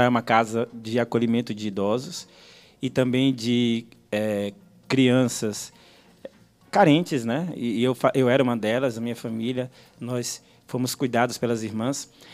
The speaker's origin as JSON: {"language": "Portuguese", "town": "Feira de Santana", "region": "Bahia", "country": "Brazil", "tie": "born or raised there", "also_born_or_lived": "Juazeiro do Norte, Ceará", "said": "Eu sou cearense, né, Juazeiro do Norte, minha família toda de lá, mas quando criança... Nós viemos para cá, para a Feira de Santana, lá para a Feira de Santana, e residimos ali próximo ao Dispensário Santana"}